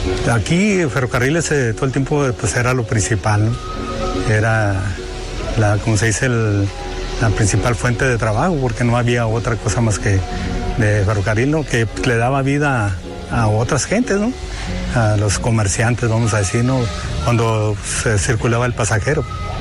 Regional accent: Trincheras, Sonora, Mexico; born there; No, yo nací allá en Trincheras.

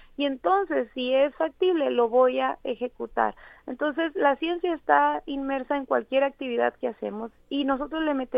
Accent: Mexico

